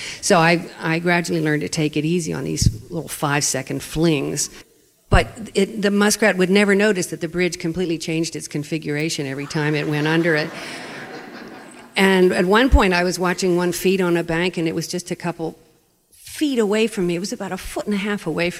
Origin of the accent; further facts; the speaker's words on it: Pittsburgh, Pennsylvania, United States; I'm from Pittsburgh